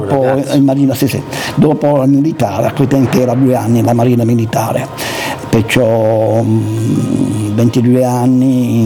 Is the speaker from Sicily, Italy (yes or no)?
yes; Palermo, Sicily, Italy; born there; A Palermo, in Sicilia, e ovviamente ho vissuto in collegio